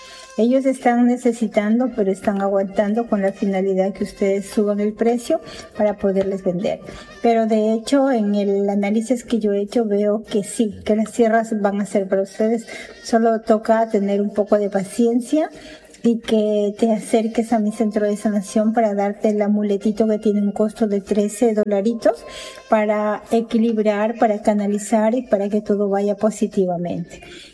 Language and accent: Spanish; Ecuador